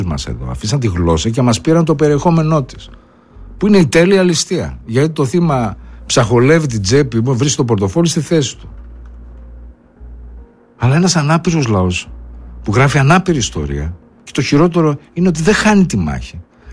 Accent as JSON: {"language": "Greek", "country": "Greece"}